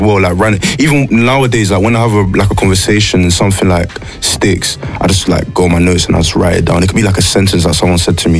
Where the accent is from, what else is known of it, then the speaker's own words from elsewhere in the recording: United Kingdom; But then also like being from the UK